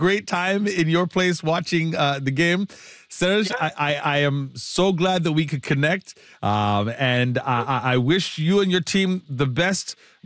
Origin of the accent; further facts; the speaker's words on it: Nigeria; And I know I'm from Nigeria, though.